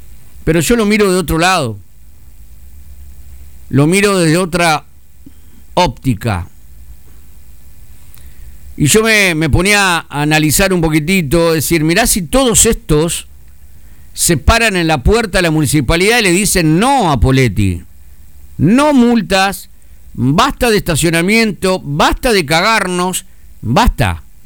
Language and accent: Spanish; Argentina; Me avergüenzan como argentino, como ciudadano.